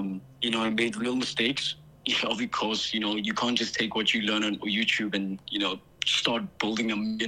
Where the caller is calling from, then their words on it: South Africa; I am the founder of Faku Consulting. I'm from South Africa.